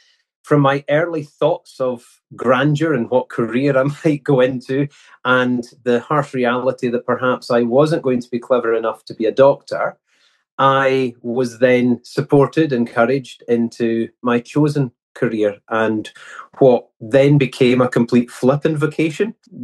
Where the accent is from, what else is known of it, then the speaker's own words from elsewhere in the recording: Greenock, Scotland, United Kingdom; born there; I was born in Greenock on the west coast of Scotland, and my accent probably hints at that. I was born into a Christian family